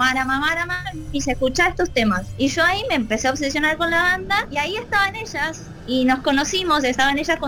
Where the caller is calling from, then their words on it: General Rodríguez, Buenos Aires Province, Argentina; De Rodríguez, de General Rodríguez